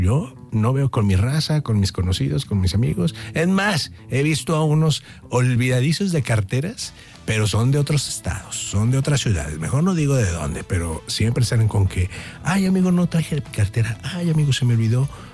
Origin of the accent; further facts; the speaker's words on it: Monterrey, Nuevo León, Mexico; ¿por qué carajo nos dicen que somos regios?